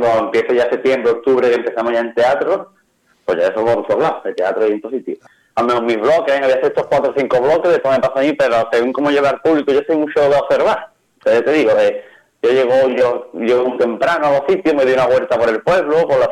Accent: Seville, Andalusia, Spain; Bueno, imagínate si tengo algo preparado para el calor, que soy de Sevilla, donde más calor hace del mundo.

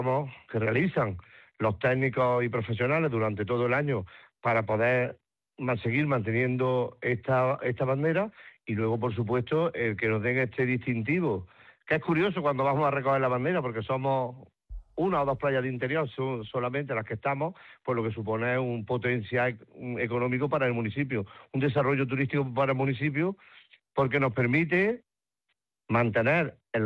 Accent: Córdoba, Andalusia, Spain; Somos de Córdoba y sabemos las temperaturas que hace en invierno.

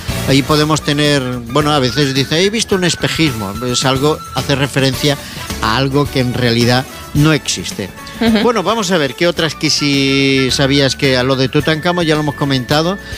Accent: Catalonia, Spain; Yo es que soy catalán.

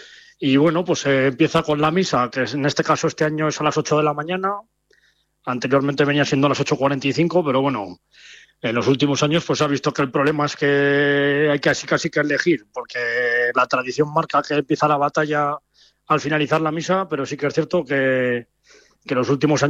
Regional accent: Haro, La Rioja, Spain; Que es el nombre que tenemos los que somos de aquí, de Aro, ¿no?

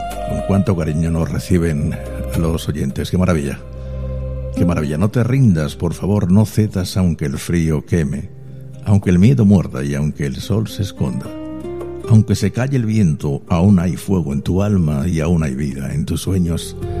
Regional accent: Granada, Andalusia, Spain; accent: Granada; Yo tengo un acento granaíno arraigado, ¿a que sí?

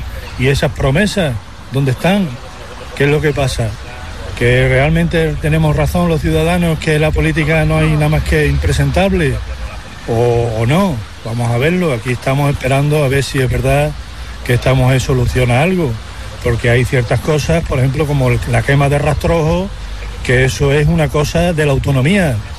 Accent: Berlanga, Extremadura, Spain; Buenas tardes, yo soy … vengo de Berlanga, estamos aquí en Mérida, en la puerta de la presidencia

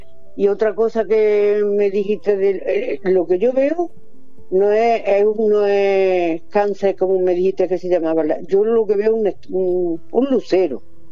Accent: Córdoba, Andalusia, Spain; now in Granada, Spain; Digo Granada porque no soy granaína. No. Soy cordobesa.

